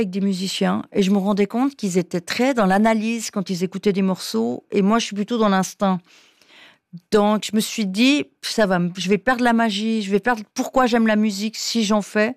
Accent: Valais, Switzerland; accent: Valais; si je parle à une copine valaisanne, j'ai l'accent tout de suite.

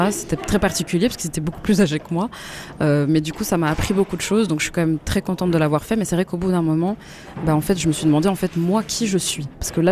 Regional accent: Switzerland; born or raised there

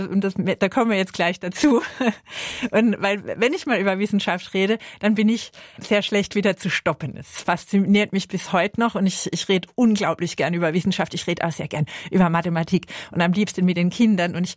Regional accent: Southern Germany, Germany; now in Switzerland; weil ich mir das als Süddeutsche oder jetzt auch hier in der Schweiz erlaube.

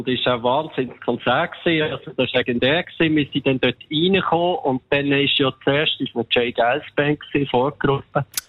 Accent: Zeinigen, Aargau, Switzerland; hat da unser Gärtner von Zeinigen, wo ich aufgewachsen bin, hat einmal den Rasen gewechselt

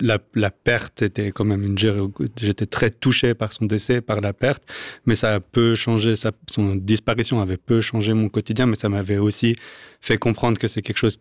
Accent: England, United Kingdom; Je pense que j'ai grandi en Angleterre, donc c'est quand je rentre au UK, je suis à la maison. Donc c'est là où j'ai passé mon enfance.

